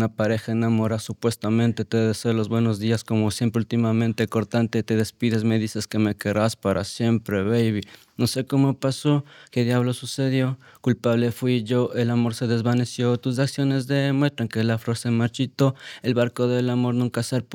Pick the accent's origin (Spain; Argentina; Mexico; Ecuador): Ecuador; Quito, Pichincha; bueno, yo es como soy de Quito, Ecuador, allá hay mucha gente que me decía, es como un cariño que puedes